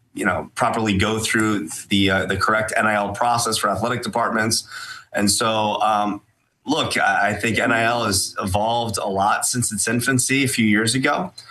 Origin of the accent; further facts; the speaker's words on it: Buffalo, New York, United States; It's just that's a fact of life in growing up in Buffalo.